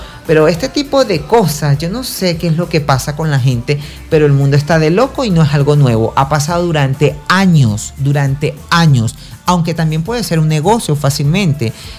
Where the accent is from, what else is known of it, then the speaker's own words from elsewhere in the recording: Venezuela; todos somos venezolanos